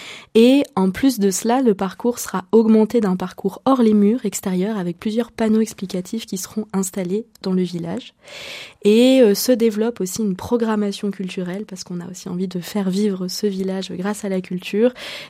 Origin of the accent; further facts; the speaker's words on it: Lille, Hauts-de-France, France; Et donc je viens du Nord, nous venons de Lille